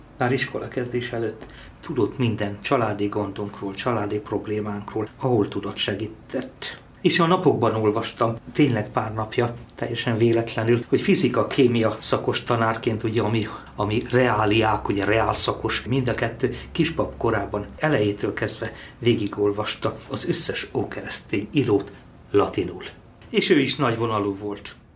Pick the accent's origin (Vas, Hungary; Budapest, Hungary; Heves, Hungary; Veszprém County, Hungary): Veszprém County, Hungary; Pápa; Ha csak tehettem, itt voltam pápán. Pápán születtem, azóta is itt élek.